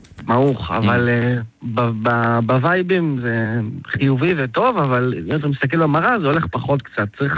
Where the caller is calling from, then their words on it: Tel Mond, Central District, Israel; אני תלמונד.